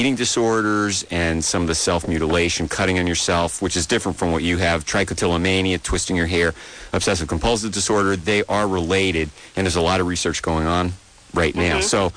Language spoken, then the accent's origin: English; Jericho, New York, United States; I'm from Long Island